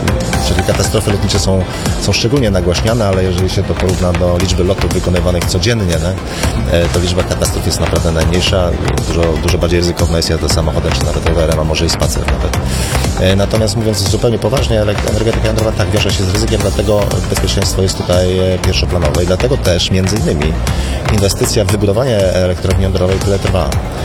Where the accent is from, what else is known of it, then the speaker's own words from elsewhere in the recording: Pomeranian Voivodeship, Poland; jestem tam Pomorzaninem. Nie urodziłem się w Gdańsku, ale jestem z Pomorza i doceniam walory tej części Polski.